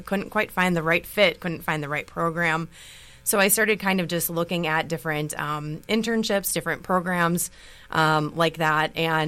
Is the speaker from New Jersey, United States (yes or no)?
no; Racine, Wisconsin, United States; Yeah, so I'm actually originally from Racine. Right from this neck of the woods.